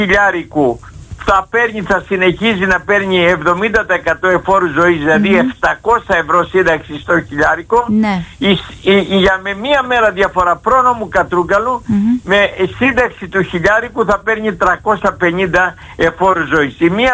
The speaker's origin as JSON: {"language": "Greek", "region": "Western Greece", "country": "Greece", "said": "και από την πατρίδα μου την Ηλία με πήραν"}